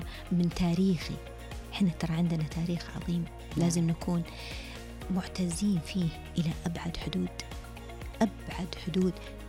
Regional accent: Saudi Arabia; أنا كمواطن سعودي أنتمي لهذا البلد العظيم

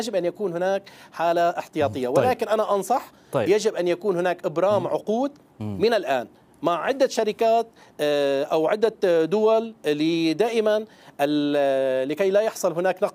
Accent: Syria; أنا هنا باعتباري كمواطن سوري غيور على هذا البلد

